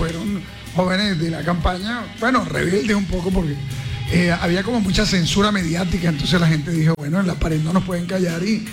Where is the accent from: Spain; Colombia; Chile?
Colombia; Caribbean Region; Yo soy un hombre del Caribe, pero que además no solamente soy del Caribe, sino que vivo en el Caribe. Aquí están mis hijos